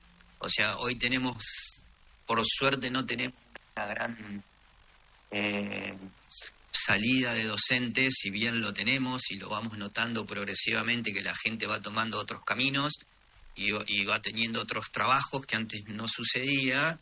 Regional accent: Caseros, Entre Ríos, Argentina; yo soy de Casero

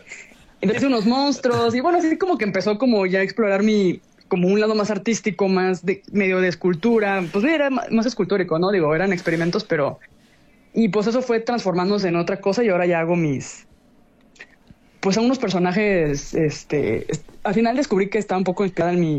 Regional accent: Mexico; y para mí como mexicana, o sea, sí, sí fue un choque.

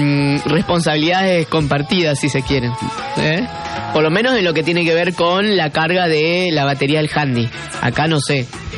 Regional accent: Reconquista, Santa Fe, Argentina; Los que transitamos por acá, que somos de acá de Reconquista

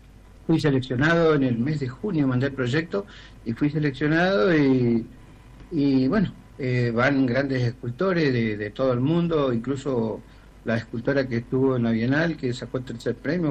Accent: Las Breñas, Chaco, Argentina; moved away as an adult; now in Presidencia Roque Sáenz Peña, Argentina; Yo soy, soy de las Breñas en realidad, sí, pero hace 20 años que me vine a Sáenz Peña, sí, y ya hoy soy sáenzpeñense. Hasta ya, hace poco tenía domicilio todavía en las Breñas, sí, pero ahora ya soy sáenzpeñense.

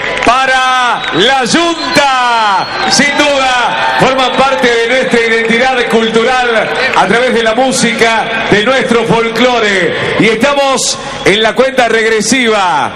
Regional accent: Argentina; Y estamos aquí en Plaza Independencia, como argentinos

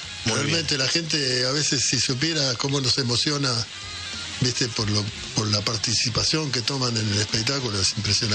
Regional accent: Quilmes, Buenos Aires Province, Argentina; Lo que pasa es que fuimos una banda importante que salió de Quilmes e hicimos cosas maravillosas

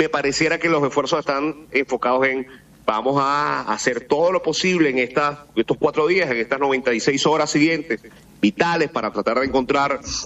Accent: Venezuela; Yo, por ejemplo, vengo de un pueblo a una hora de Caracas, que es mi ciudad de origen

